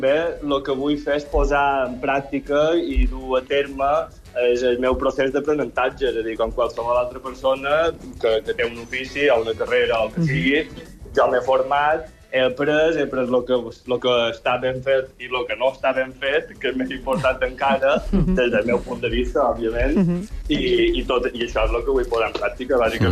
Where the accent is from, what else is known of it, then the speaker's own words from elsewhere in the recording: Montuïri, Balearic Islands, Spain; Així com jo som de Montuïri, a Montuïri també hi ha un gestor